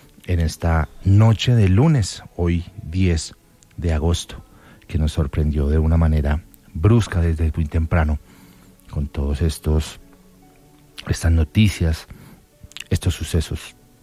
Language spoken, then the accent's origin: Spanish; Colombia; somos colombianos.